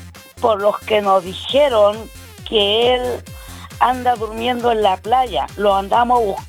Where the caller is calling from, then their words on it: Antofagasta, Chile; Yo estoy llamando de Antofagasta.